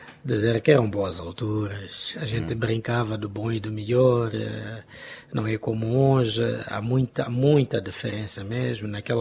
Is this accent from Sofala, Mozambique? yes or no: no; Tete, Mozambique; also born or lived in Quelimane, Mozambique; Na verdade, eu nasci em Climane, só que venho para Tete muito, muito pequeno mesmo.